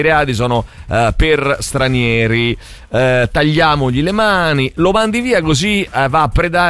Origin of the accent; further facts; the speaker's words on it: Rome, Lazio, Italy; now in Marche, Italy; io che sono romano, ma vivo 20 anni nelle Marche, poi devo tornare a vivere a Roma?